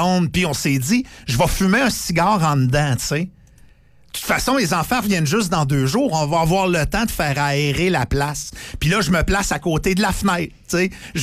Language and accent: French; Saguenay, Quebec, Canada; accent: Saguenay; J'ai repris mon accent du Saguenay.